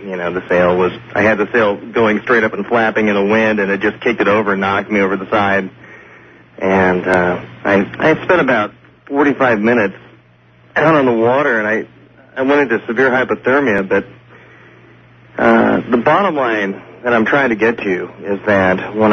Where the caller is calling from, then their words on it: Vancouver, Washington, United States; I'm calling from Vancouver, Washington.